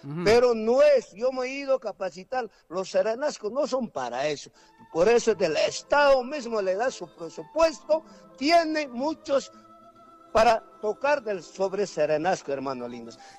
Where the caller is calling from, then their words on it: Mara district, Cotabambas province, Apurímac, Peru; mi pueblo, distrito de Mara, en la provincia de Cotabambas